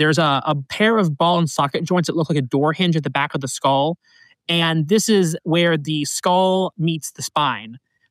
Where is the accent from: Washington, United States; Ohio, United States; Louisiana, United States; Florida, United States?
Ohio, United States; Cleveland; They're from Cleveland, so I was interested in stuff from my hometown